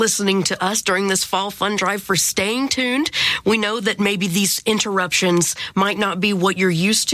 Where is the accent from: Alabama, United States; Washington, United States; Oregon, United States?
Alabama, United States; It's been the honor of my life to serve my home state in this way.